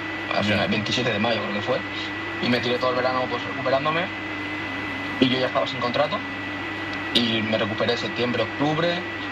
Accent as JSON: {"language": "Spanish", "town": "Valencia", "region": "Valencian Community", "country": "Spain", "said": "Bueno, soy de mucha gente te piensa que soy de Cullera, pero soy de Valencia."}